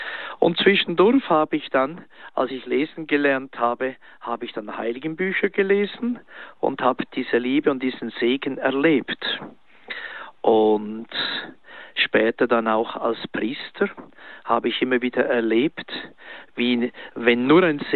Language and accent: German; Lachen, Schwyz, Switzerland; now in Steinen, Switzerland; Und ich bin aufgewachsen in Lachen am Zürichsee.